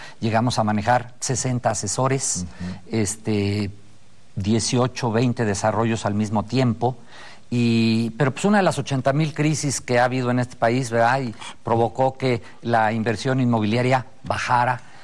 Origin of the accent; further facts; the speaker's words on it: Mexico City, Mexico; moved away as an adult; now in Guadalajara, Mexico; Yo no nací aquí en México, pero pues prácticamente aquí fui criado, aquí estudié, aquí me casé, de aquí son mis hijos, y tengo casi 30 años viviendo en Guadalajara